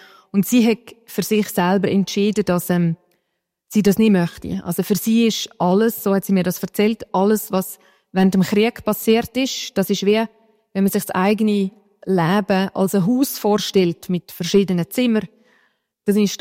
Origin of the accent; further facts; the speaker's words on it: Sargans, St. Gallen, Switzerland; also born or lived in Mels; ich bin in Sargasse aufgewachsen, ich habe Heimatort Mels, oder? Also dort fragt dich niemand.